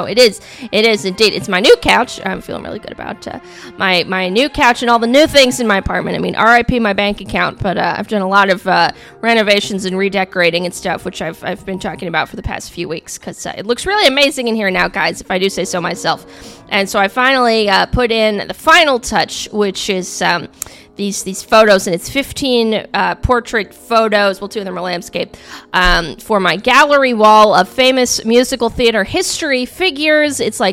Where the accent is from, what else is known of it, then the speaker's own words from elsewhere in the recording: Appalachia, United States; also born or lived in West Virginia; I just feel like as an Appalachian American or whatever